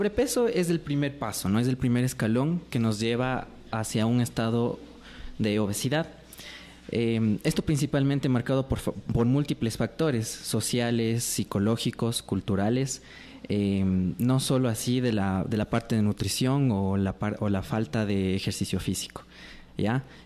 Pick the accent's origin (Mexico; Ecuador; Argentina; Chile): Ecuador; nosotros como cultura ecuatoriana